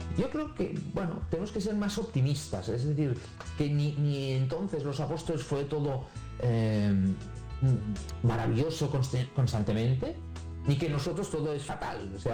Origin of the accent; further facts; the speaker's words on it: Barcelona, Catalonia, Spain; estos días he visto mi ciudad, Barcelona, es una ciudad fantástica, es una ciudad que ha dado, Cataluña, mi tierra, pues ha dado muchísimos santos, ¿no?